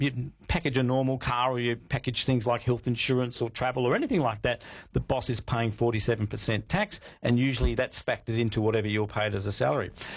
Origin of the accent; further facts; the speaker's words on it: Western Australia, Australia; In my home state of WA, they do it by private treaty, very few auctions.